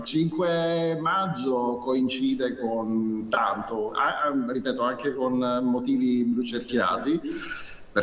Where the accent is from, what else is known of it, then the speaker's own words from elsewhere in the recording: Palermo, Sicily, Italy; perché poi Laura è anche stata dalle mie parti a Palermo, ospite a casa mia